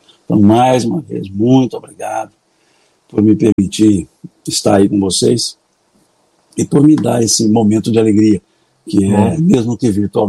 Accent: Minas Gerais, Brazil; como bom mineiro, Deus lhes pague.

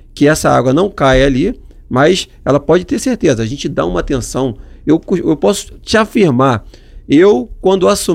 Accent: Iguaba Grande, Rio de Janeiro, Brazil; Eu sou nascido e criado em Iguaba Grande, eu amo a cidade, nasci, cresci nadando na nossa laguna

